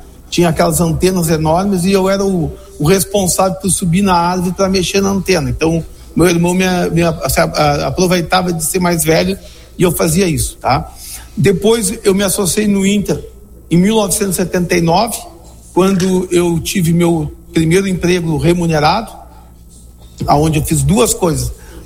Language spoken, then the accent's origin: Portuguese; Santo Ângelo, Rio Grande do Sul, Brazil; also born or lived in Alegrete; Eu tenho minha origem, eu sou natural de Santo Ângelo, mas eu vivi uma boa parte da minha vida em Alegrete.